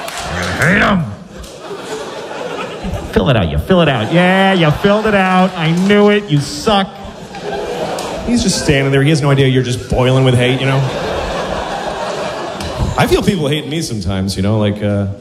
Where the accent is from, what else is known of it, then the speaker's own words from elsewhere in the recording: Boston, Massachusetts, United States; because I grew up in Boston, and in Boston people just beat each other for no reason.